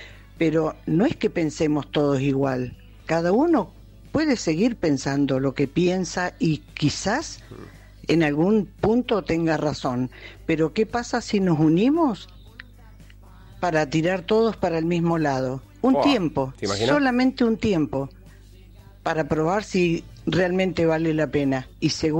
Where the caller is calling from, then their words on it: Argentina; mi humilde opinión como argentina, y tengo muchos años acumulados